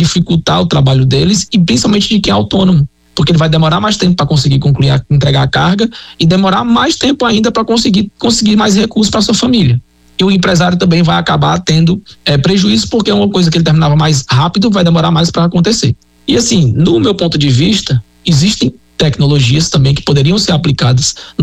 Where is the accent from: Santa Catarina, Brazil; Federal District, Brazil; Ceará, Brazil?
Ceará, Brazil; Fortaleza; eu sou natural de Fortaleza, tá? Mas viajo muito a São Paulo